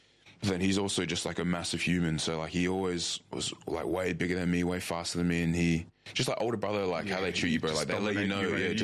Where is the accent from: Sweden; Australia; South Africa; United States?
Australia; Mullaloo, Western Australia; Yeah, I grew up in Mullaloo, like Dunlop. And I've lived there. I still live there now. I'm still in my family home at the moment with my parents.